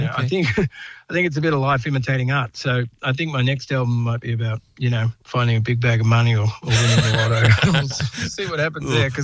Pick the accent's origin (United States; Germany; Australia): Australia; Melbourne, Victoria; also born or lived in Central Australia; So we were in Central Australia when, you know, I was born in Melbourne, but lived in Central Australia when dad went up there to the legal service.